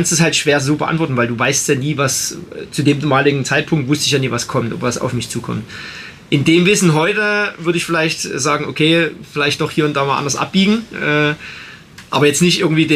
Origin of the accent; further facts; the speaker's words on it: Belgium; ich bin als Belgier auf Nummer 1 ins Ziel gekommen